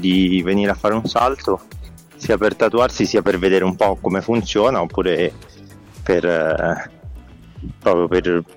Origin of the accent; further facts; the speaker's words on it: Trieste, Friuli-Venezia Giulia, Italy; born there; also born or lived in Milan; now in Rome, Italy; Sì, sono nato a Trieste, ho vissuto a Milano, ci vengo periodicamente ogni volta che gioca l'Inter o per tatuare e vivo a Roma.